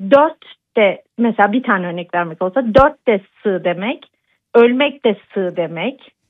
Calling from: Ankara, Turkey; Ben Ankaralıyım.

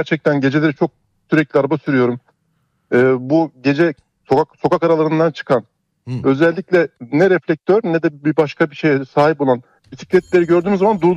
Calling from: Antalya, Turkey; Antalya'dan.

